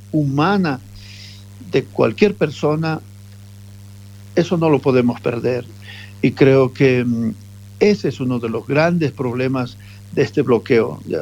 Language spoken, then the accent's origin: Spanish; Bolivia; ¿cómo no vamos a reclamar como bolivianos que la gasolina es trucha, es basura?